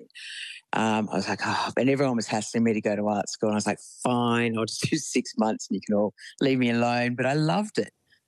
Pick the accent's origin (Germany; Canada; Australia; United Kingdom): Australia; Cremorne, New South Wales; Yeah, I grew up in Cremorne, which is, I mean, I break out in hives when I go back there now.